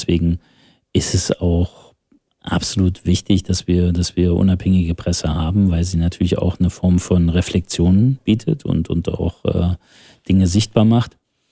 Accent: Thuringia, Germany; dass wir als Thüringer schon immer darauf angewiesen waren, dass Menschen zu uns gekommen sind

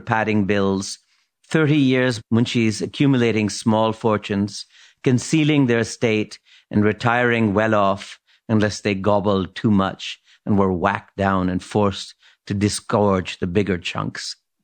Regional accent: Lahore, Punjab, Pakistan; born or raised there; English is a second language

